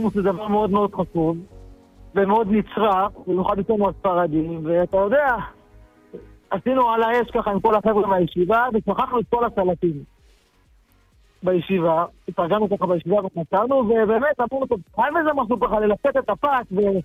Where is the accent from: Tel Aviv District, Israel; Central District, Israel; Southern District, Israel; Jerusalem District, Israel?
Jerusalem District, Israel; Jerusalem